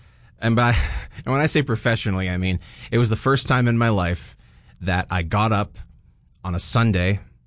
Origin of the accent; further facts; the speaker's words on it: Saskatoon, Saskatchewan, Canada; I'm from Saskatoon.